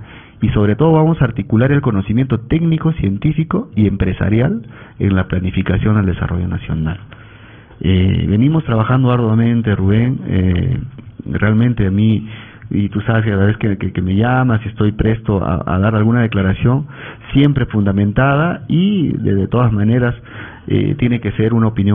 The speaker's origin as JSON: {"language": "Spanish", "region": "Huánuco", "country": "Peru", "tie": "born or raised there", "said": "soy huanuqueño de nacimiento, de corazón, y de verdad adoro mi tierra"}